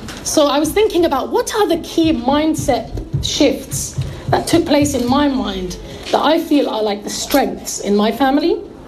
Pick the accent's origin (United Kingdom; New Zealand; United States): United Kingdom; London; born there; I went to a girls' school in Barnet.